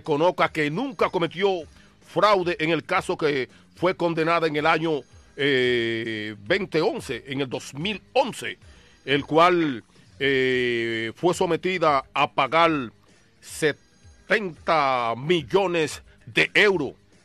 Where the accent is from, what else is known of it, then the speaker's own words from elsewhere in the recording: Santo Domingo, Dominican Republic; now in Boston, United States; cogí una guaguita de esa que le llaman voladora en mi tierra, que en aquel entonces era un autobús grandísimo, que eran de dos plantas en los años 70, por ahí 70, 75, tenía entre 11 y 12 años, y me iba al centro de la ciudad